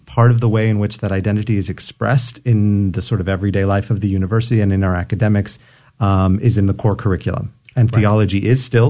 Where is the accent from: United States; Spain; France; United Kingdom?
United States; San Antonio, Texas; born or raised there